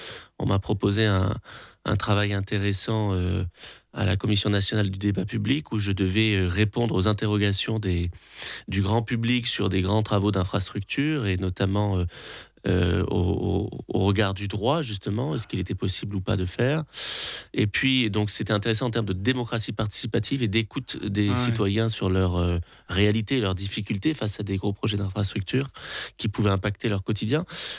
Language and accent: French; Nîmes, Occitanie, France; je suis nîmois, je suis né à Nîmes, il y a 44 ans de cela.